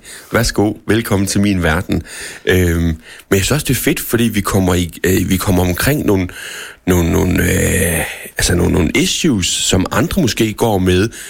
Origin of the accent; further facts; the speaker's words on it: Randers, Central Denmark Region, Denmark; Jeg er Randers-dreng.